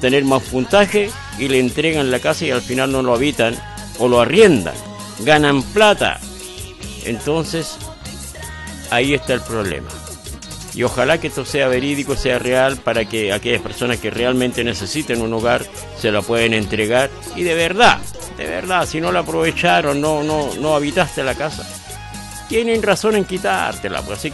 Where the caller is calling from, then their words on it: Chile; nosotros, siendo habitantes chilenos